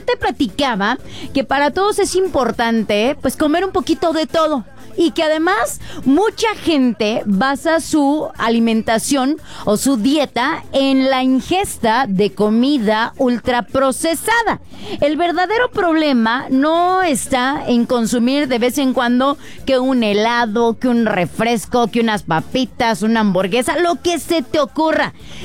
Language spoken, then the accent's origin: Spanish; Morelia, Michoacán, Mexico; moved away; Allá en Morelia, en todos lados, son esos.